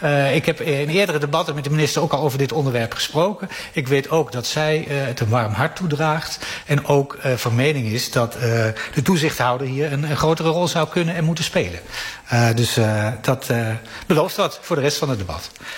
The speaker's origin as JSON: {"language": "Dutch", "region": "Gelderland", "country": "Netherlands", "said": "ik kom uit de Achterhoek."}